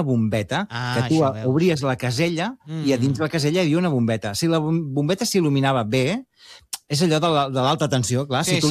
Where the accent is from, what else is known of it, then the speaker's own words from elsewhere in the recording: Catalonia, Spain; jo que ja sóc més de Barcelona que de cap altre lloc, gairebé, m'emociona, com a català, eh?